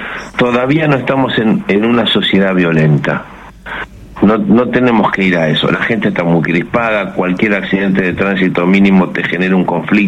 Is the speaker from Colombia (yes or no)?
yes; Bogotá, Colombia; Mira, yo vengo de Bogotá. Bogotá es una sociedad atravesada por la violencia estructural, son décadas de violencia.